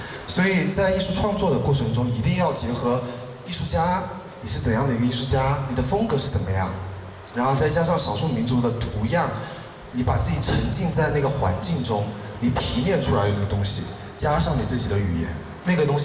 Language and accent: Chinese; Tongren, Guizhou, China; born there; also born or lived in Guiyang / Beijing / United States; 我来自贵州铜仁沿河土家族自治县，我是一个土家族青年。然后我在初中的时候来到贵阳，然后在贵阳读完初中高中以后，去了北京服装学院学习服装设计。